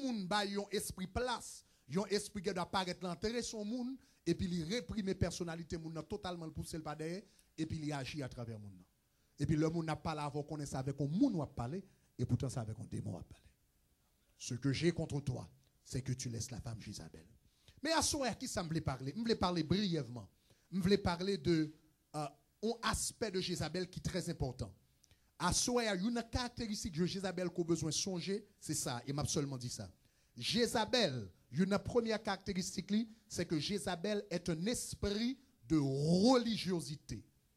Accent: Haiti; que moi avant, en tant qu'haïtien, je dis, hein, nous vînes qu'on est sous le nom d'Ezuli.

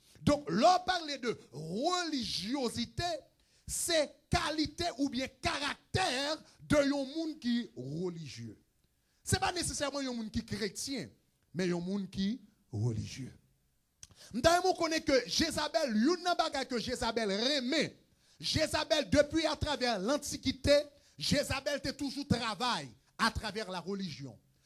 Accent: Haiti; que moi avant, en tant qu'haïtien, je dis, hein, nous vînes qu'on est sous le nom d'Ezuli.

